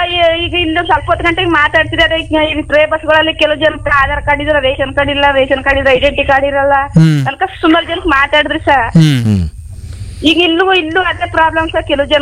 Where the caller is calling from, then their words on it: Karnataka, India; Anchipura ದಾಡಿಯಿಂದ.